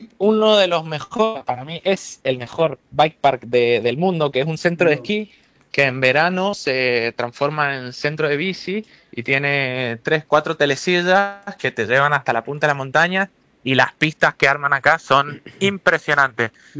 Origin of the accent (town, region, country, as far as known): Mendoza, Argentina